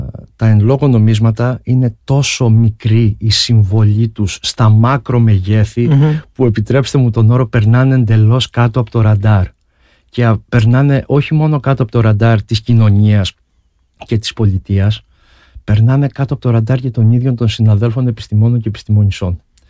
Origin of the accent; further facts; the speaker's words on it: Ierapetra, Crete, Greece; σε μια πόλη όπως είναι η πόλη μου, η Ιεράπετρα, στην άλλη άκρη της Ελλάδας, στην άλλη άκρη της χώρας.